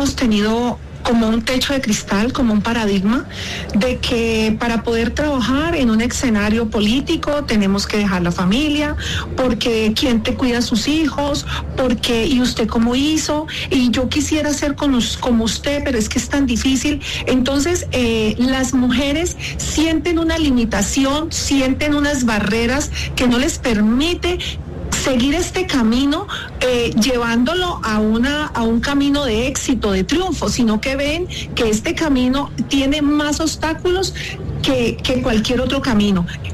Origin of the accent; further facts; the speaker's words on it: Valle del Cauca, Colombia; somos las mujeres del Valle del Cauca